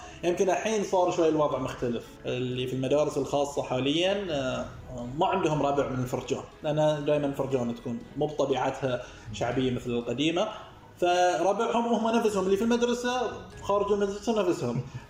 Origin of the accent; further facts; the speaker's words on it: Manama, Capital Governorate, Bahrain; ولد في فريج الفاضل وعشت في فريج الفاضل لما بلغت تقريبا 15 أو 16، فكانت مجمل طفولتي في المنامة وأنحاء المنامة وفرجان المنامة كلها.